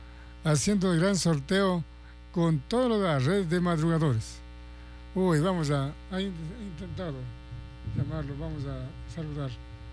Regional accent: Ecuador

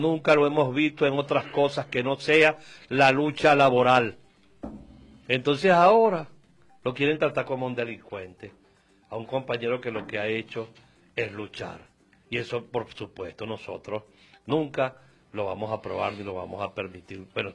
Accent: Turmero, Aragua, Venezuela; por lo menos allá en Aragua, yo fui criado en Tulmero

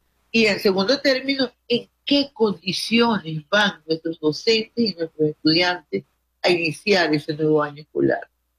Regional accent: Venezuela; como país, como familia venezolana

